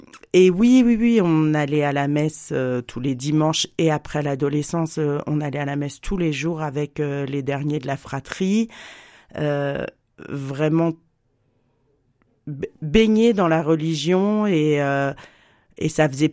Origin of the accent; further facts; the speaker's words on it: Rouen, Normandy, France; moved away as an adult; also born or lived in Paris region / Berry; now in Saint-Étienne area, France; Je suis de Rouen. Donc, je suis rouennaise quand même, mais de Rouen.